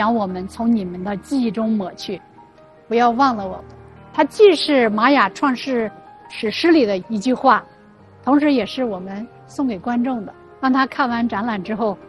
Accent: China; 今天我们中国人用这些石碾来磨豆腐

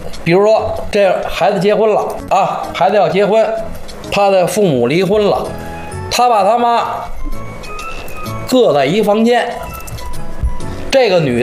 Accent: Beijing, China; 为什么说他有的在咱们北京人当中有的忌讳这个，有的忌讳丧偶

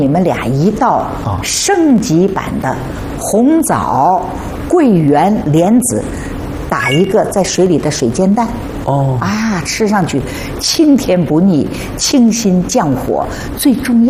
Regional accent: South China, China; 我们是南方人，我们那有鲜百合，北方人就得买干百合了

